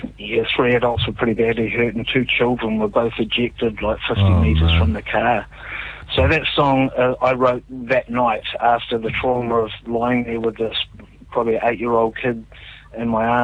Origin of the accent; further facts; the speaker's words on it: Eltham, Taranaki, New Zealand; I grew up in Nuranui and Eltham.